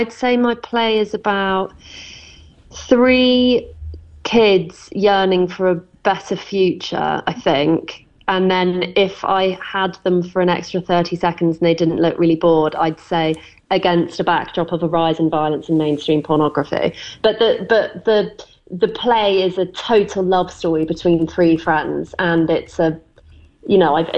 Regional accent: Stratford-upon-Avon, West Midlands, United Kingdom; moved away; I grew up in Stratford-on-Avon, where Shakespeare was born

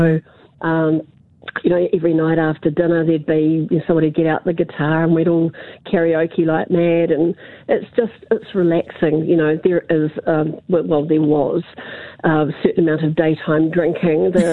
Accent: New Zealand; hey, you know, I'm a Kiwi. I'm outgoing. I love music. I love people. You know, and my English isn't too bad.

